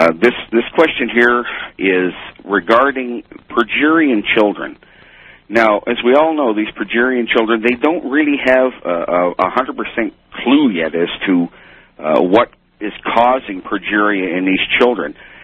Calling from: Windsor, Ontario, Canada; from Windsor, Ontario, Canada

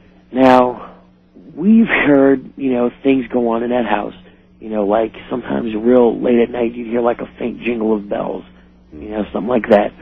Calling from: New Orleans, Louisiana, United States; I am calling from New Orleans.

